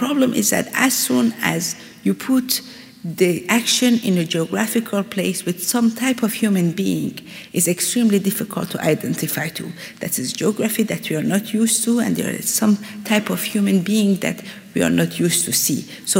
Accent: Iran; moved away

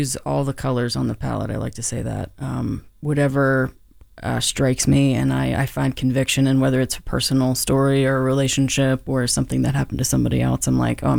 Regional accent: Rural Valley, Pennsylvania, United States; also born or lived in Kittanning; I was born in Katanning. I grew up in Rural Valley, which is Armstrong County.

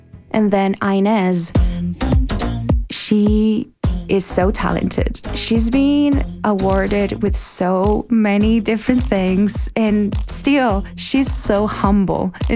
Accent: Spain; And I'm from Spain, so all those sonicities are also part of my language as a musician.

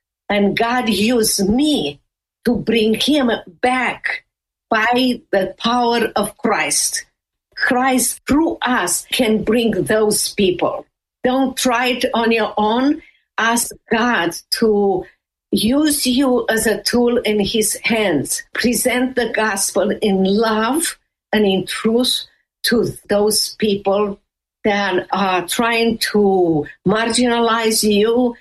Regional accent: Romania; English is a second language; now in United States; I will never forget how many Americans came to Romania during the persecution and how important was that for me and for Romanian people.

